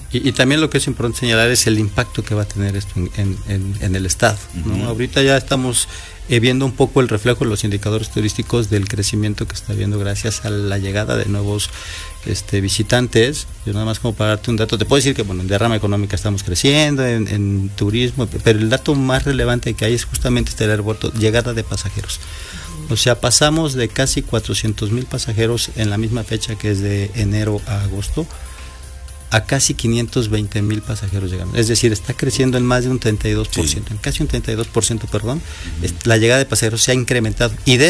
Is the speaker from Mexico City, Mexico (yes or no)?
no; Puebla, Mexico